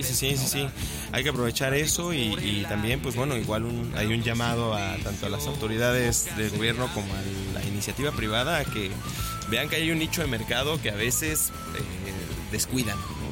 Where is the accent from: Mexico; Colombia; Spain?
Mexico; Xalapa, Veracruz; born there; also born or lived in Mexico City; yo soy nacido en CDMX, pero adoptado jalapeño. Los 8 años.